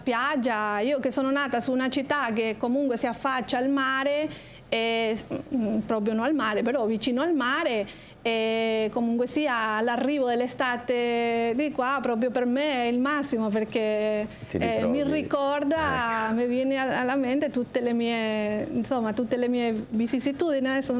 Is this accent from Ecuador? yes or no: yes; Ecuador; moved away